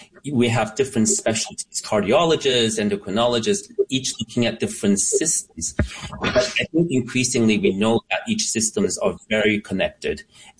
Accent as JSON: {"language": "English", "country": "Canada", "tie": "born or raised there", "said": "Now, I am Chinese. I grew up in Canada"}